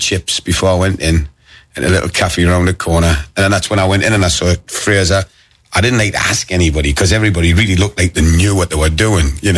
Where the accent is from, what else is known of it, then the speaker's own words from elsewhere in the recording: Newcastle upon Tyne, North East England, United Kingdom; they knew I was from Newcastle